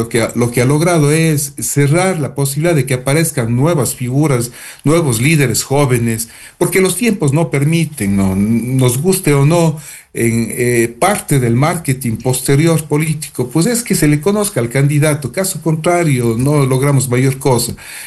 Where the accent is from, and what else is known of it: Cuenca, Azuay, Ecuador